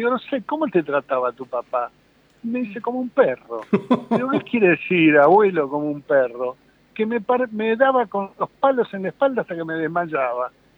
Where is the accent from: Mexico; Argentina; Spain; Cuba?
Argentina; born there; Yo nací, mi mamá nació en Argentina, y los padres que sí venían, mi abuelo paterno era lituano